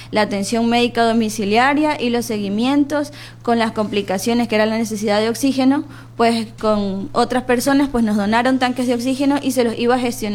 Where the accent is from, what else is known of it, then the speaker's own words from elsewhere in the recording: Machala, El Oro, Ecuador; moved away as an adult; now in El Guabo, Ecuador; Yo soy nativa de la ciudad de Machala, ¿ya? Pero tengo años trabajando en el sector rural específicamente, en el Cantón El Guabo desde el 2010.